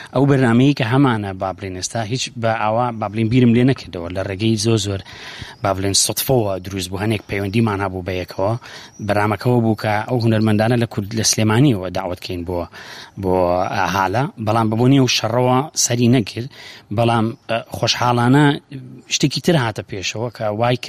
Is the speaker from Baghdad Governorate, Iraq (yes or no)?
no; Sulaymaniyah, Kurdistan Region, Iraq; English is a second language; moved away as an adult; also born or lived in Sweden; now in London, United Kingdom; I'm from Bashur in Kurdistan in the city of Slemani. I born there, I grew up, I studied music, I studied violin, and then I moved to Sweden in 2002